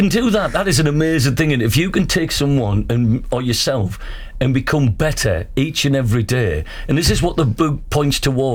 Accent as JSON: {"language": "English", "town": "Trimdon", "region": "North East England", "country": "United Kingdom", "said": "I'm from Trimden."}